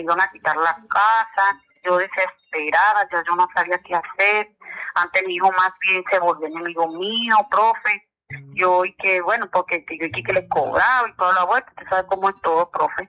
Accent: Venezuela; moved away; llevo 11 años acá viviendo, pues, yo llegué de Venezuela, gracias a Dios

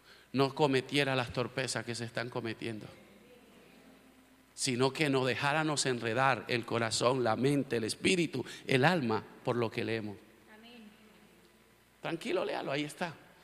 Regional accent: La Guajira, Colombia; moved away; yo que soy de La Guajira, y La Guajira tiene una parte desértica

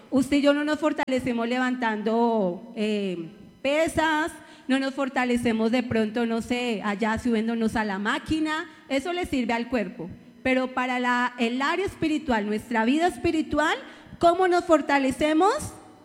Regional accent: Colombia; Si somos ciudadanos, somos colombianos

